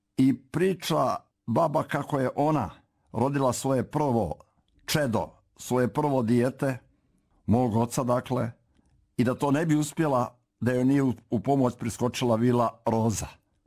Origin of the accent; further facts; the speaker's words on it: Morakovo, Nikšić Municipality, Montenegro; u onom mom zavičaju odakle sam ja, gdje sam rođen, gdje sam nastao, gdje sam rastao, a to je Nikšićki kraj i selo Morakovo u Župi Nikšićkoj, planinsko selo.